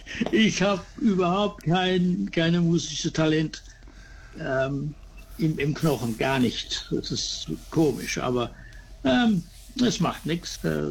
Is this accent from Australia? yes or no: yes; Adelaide, South Australia, Australia; moved away as an adult; Und Australien habe ich das besser gefunden, weil ich hier aufgewachsen bin.